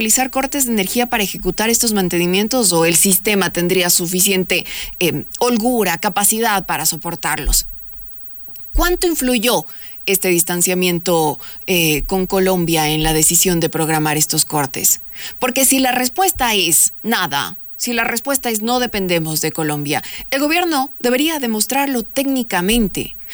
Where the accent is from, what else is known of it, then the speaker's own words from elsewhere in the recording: Ecuador; los que estamos sufriendo somos los ecuatorianos.